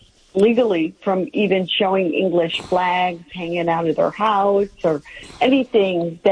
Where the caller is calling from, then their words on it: San Diego, California, United States; I'm from San Diego.